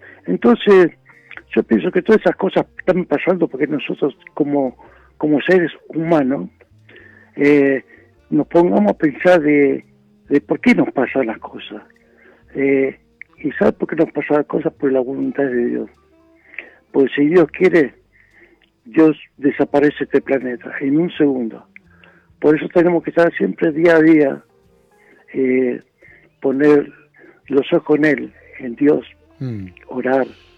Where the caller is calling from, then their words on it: Berazategui, Buenos Aires Province, Argentina; Soy de Berazategui